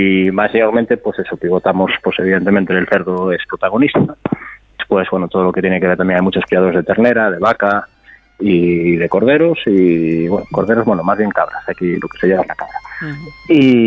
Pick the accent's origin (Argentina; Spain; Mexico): Spain; Chantada, Galicia; Sí, sí, ya nací en Chantada de toda la vida.